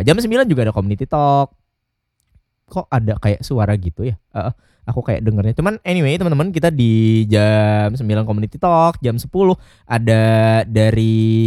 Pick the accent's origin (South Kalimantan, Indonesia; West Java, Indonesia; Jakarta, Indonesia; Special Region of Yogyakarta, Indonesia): South Kalimantan, Indonesia; Bahasa Banjar banget emang. Kita kan dari Banjar ya kan.